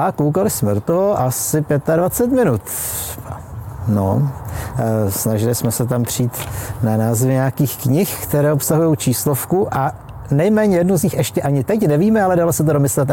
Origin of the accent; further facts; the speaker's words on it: Halenkov, Zlín Region, Czechia; Marvin je z Nového Jičína, já jsem z Halenkova.